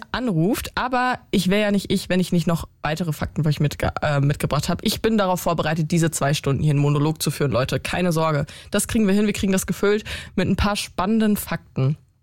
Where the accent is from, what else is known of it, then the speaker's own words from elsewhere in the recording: North Rhine-Westphalia, Germany; Ich komme aus NRW